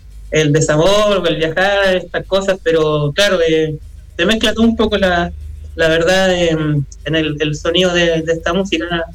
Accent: Santiago, Santiago Metropolitan Region, Chile; somos todos acá de Santiago, la verdad.

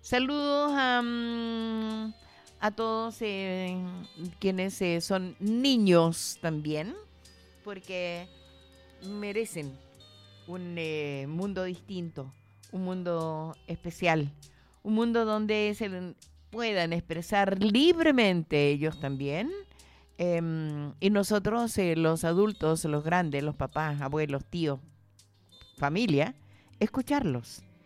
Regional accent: Santa Cruz, O'Higgins, Chile; born there; saludos a Santa Cruz, mi ciudad natal.

